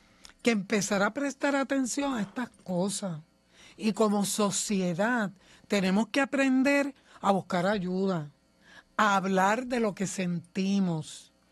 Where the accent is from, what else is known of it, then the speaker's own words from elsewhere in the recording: Puerto Rico; Nosotros somos puertorriqueños